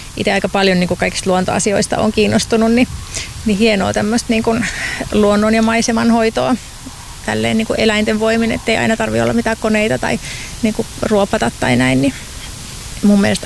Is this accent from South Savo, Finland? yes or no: yes; Pieksämäki, South Savo, Finland; now in Espoo, Finland; Mä oon itse Pieksämäeltä kotoisin, niin kiva, että täällä on jotain tämmöistä vähän erilaistakin välillä.